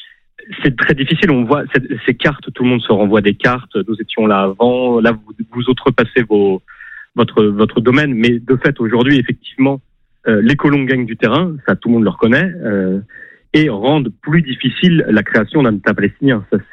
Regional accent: France; chez nous en France, dans l'Europe occidentale

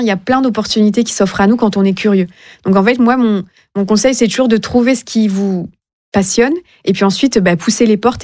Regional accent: Réunion; born there; moved away; also born or lived in France; Je suis française, mais j'ai grandi aussi à La Réunion. Donc, j'ai grandi dans une île, dans un dom-tom.

